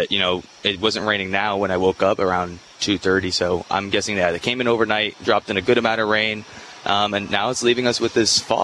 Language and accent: English; Arlington Heights, Illinois, United States; I'm born and raised in Arlington Heights, or Prospect Heights, but in the Arlington Heights area.